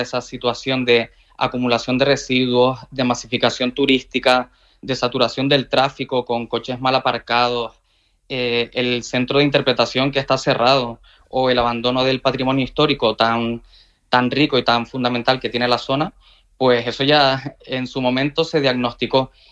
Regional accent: Santa Brígida, Canary Islands, Spain; También cabe decir que yo soy de allí, de Santa Brígida, y llevo yendo a la caldera desde que era un niño

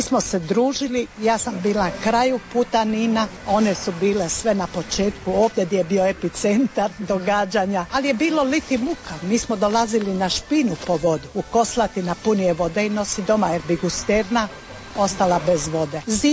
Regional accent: Zadar, Zadar County, Croatia; also born or lived in Africa (refugee camp); Kad sam ja bila mala, ja sam došla u Belafužu od 4 godine. 4 godine, jer bili smo u izbjeglištu u Africi i došli smo 4 godine sam imala kad sam došla u palac.

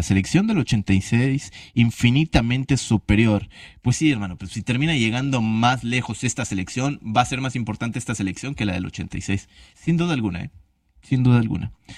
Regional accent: Mexico

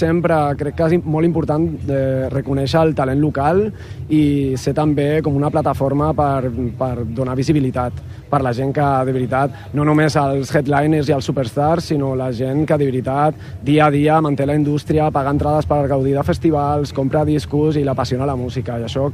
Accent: Region of Murcia, Spain; Catalan is a second language; moved away as an adult; now in Barcelona, Spain

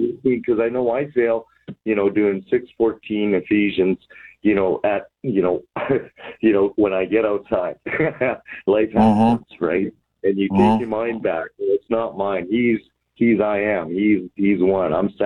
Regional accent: Canmore, Alberta, Canada; No, I'm an Oilers fan. I'm originally from Oilers. Canmore.

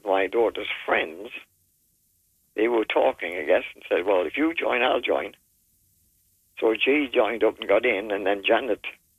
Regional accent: England, United Kingdom; now in Kentville, Canada; We emigrated to Canada from England. And we moved to the Kentville area.

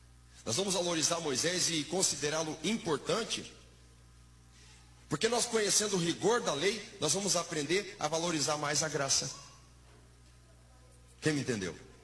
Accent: Paraná, Brazil; eu sou paranaense com vocês também.

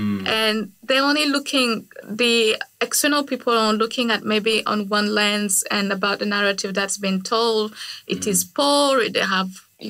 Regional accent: Niger; born or raised there; English is a second language

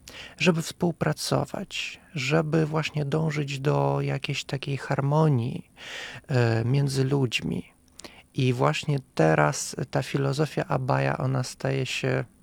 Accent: Kazakhstan; i ja się cieszę, że reprezentuję ten kraj, że pochodzę z Kazachstanu, zawsze to mówię z dumą.

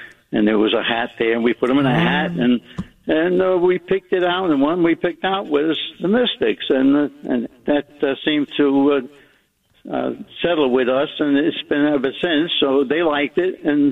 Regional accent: Brooklyn, New York, United States; In Bensonhurst, Brooklyn.

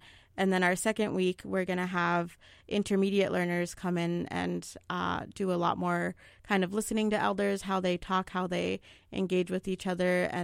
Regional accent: Kotzebue, Alaska, United States; now in Anchorage, United States; I am from Kotzebue in Sisolik, and I live in Anchorage now.

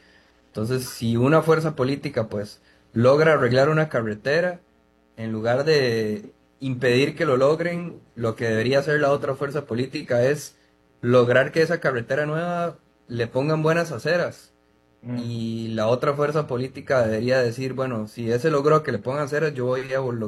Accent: Costa Rica; como costarricenses en política

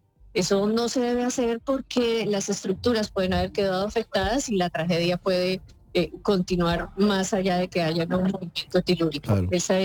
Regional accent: Colombia; Mi padre era húngaro, pero sí. Yo soy colombiana.

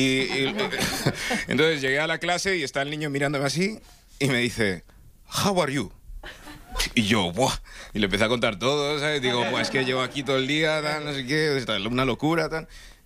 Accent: Nigeria; Bueno, pues … soy de África, lo habéis adivinado bien. Soy de Nigeria, más concretamente, ¿vale? Nigeria es un país, ¿vale? Es un país de África, lo prometo.

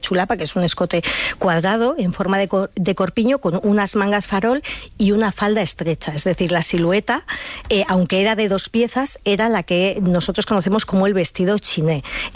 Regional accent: Madrid, Community of Madrid, Spain; Porque yo no soy y todos los madrileños no somos chulitos

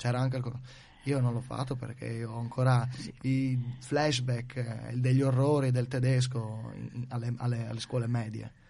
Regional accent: Grado, Friuli-Venezia Giulia, Italy; avendo fatto l'infanzia a Grado

